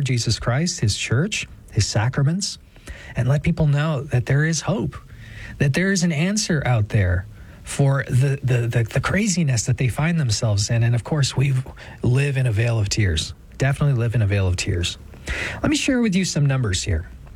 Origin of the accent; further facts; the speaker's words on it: Houston, Texas, United States; I'm from Houston